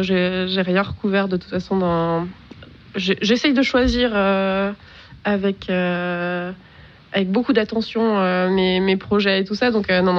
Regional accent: Grand Est, France; moved away as an adult; now in Besançon, France; j'ai toujours grandi en Alsace, j'ai fait mes études en Alsace.

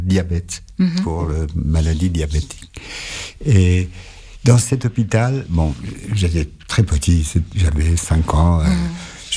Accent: Iran; moved away as an adult; Donc je suis né en Iran et d'une mère française et un père iranien. Mais j'ai vécu en Iran, j'ai fait mes études en Iran.

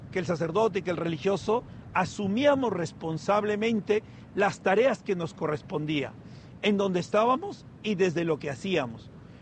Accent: Chulucanas, Piura, Peru; nosotros en Chulucanas fuimos aprendiendo de él

